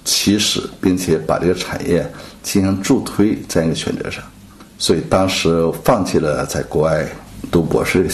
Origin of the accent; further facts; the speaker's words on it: Jingyu, Jilin, China; 我出生在吉林省靖宇县，是一个英雄县，当地是一个高寒山区